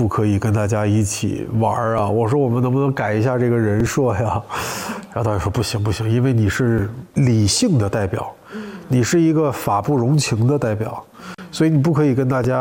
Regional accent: Harbin, Heilongjiang, China; 我是一个地道的东北人，所以每次看到这个大家在现场有我们东北人独有的这个幽默和梗的时候

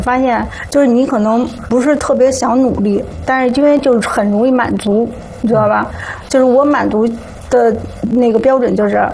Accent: Beijing, China; 土生土长的北京人。

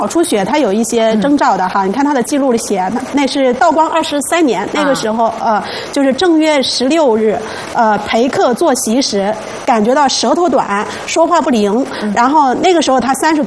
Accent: Hunan, China; 曾国藩是我们湖南人

